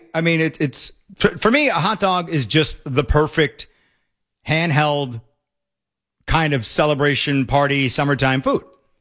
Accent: New England, United States; now in San Diego, United States; I grew up in New England as well

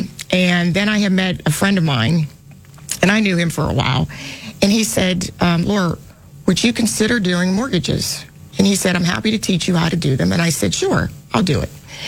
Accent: Ambridge, Pennsylvania, United States; now in Franklin Park, United States; I grew up in Ambridge.

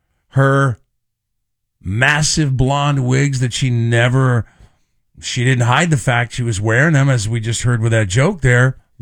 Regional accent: Elk Grove, California, United States; Gil joining us from my hometown of Elk Grove.

